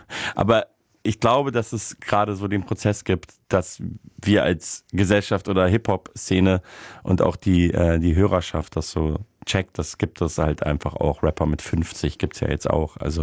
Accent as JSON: {"language": "German", "town": "Munich", "region": "Bavaria", "country": "Germany"}